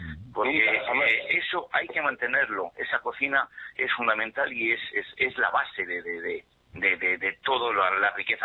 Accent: Castile and León, Spain

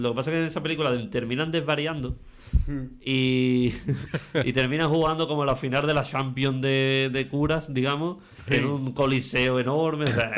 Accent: Andalusia, Spain; Que luego los andaluces salimos de Andalucía y perdemos el acento.

